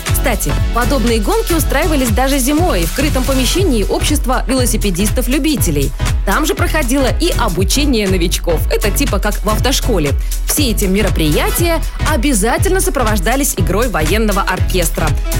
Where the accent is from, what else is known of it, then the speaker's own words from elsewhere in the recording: Belarus; Да и мы, белорусы